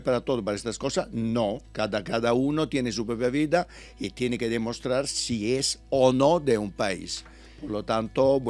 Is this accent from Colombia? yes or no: no; Italy; Spanish is a second language; moved away as an adult; now in Spain; estamos peleando los italianos para que podamos tener, porque hay unos cuantos como yo que llevan mil años en España